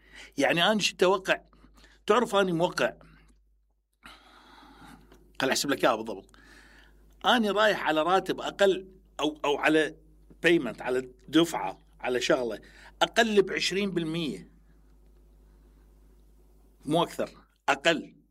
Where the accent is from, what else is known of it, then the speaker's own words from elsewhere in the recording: Iraq; moved away as an adult; now in Dubai, United Arab Emirates; قلت أنا عراقي.